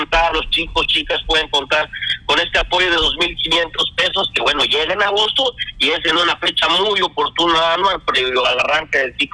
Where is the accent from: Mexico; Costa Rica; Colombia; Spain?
Mexico; como buenos mexicanos dejamos todo a lo último.